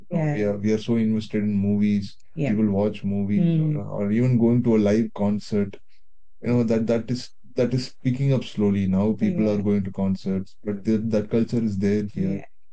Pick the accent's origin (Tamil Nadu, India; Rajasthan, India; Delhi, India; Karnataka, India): Tamil Nadu, India; Chennai; moved away as an adult; now in Melbourne, Australia; So I was born in Chennai. I studied there, raised there. So I did my school, college, and everything.